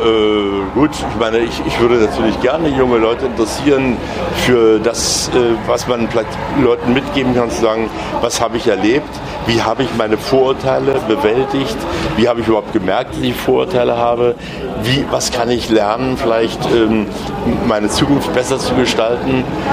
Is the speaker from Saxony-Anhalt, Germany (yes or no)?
yes; Dessau, Saxony-Anhalt, Germany